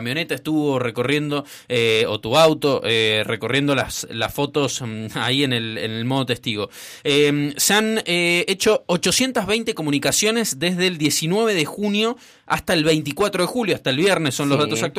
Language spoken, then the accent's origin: Spanish; Mendoza, Argentina; Yo soy mendocino y hubiese hecho lo mismo, quizás.